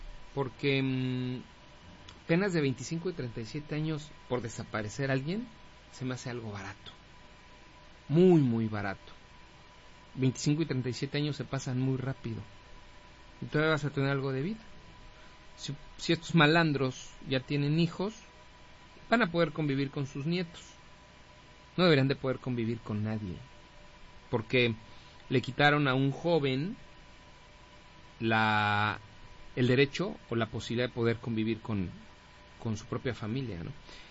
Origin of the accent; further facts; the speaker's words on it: Mexico; eso no quiere decir que como mexicano me sienta menos. O como mexicano crea que la selección mexicana es menos.